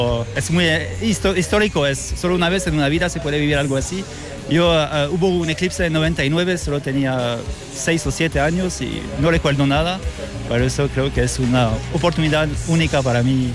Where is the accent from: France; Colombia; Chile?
France; Spanish is a second language; No, soy francés y estoy aquí de vacaciones